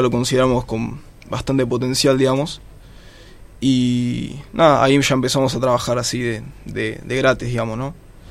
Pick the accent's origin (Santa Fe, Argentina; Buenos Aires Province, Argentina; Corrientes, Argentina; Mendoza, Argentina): Buenos Aires Province, Argentina; Burzaco; Yo soy de Bursaco, en realidad.